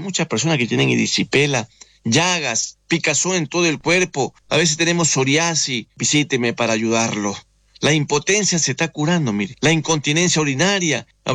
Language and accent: Spanish; Ecuador; moved away; Yo como católico, como ecuatoriano, que vengo de la mitad del mundo, de esa alta montaña de la Amazonía, créanme lo que yo no nací en cuna de oro. Yo vengo de las montañas, yo me conozco lo que es el campo.